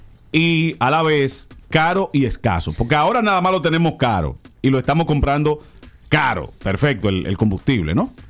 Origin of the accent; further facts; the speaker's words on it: Dominican Republic; moved away; aquí somos menos los dominicanos que estamos en el exterior.